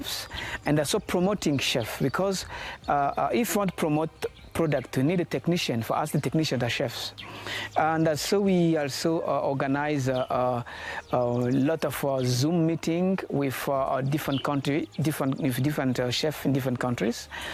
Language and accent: English; Germany; I grew up in Germany, so sometimes I lose my passion very quickly.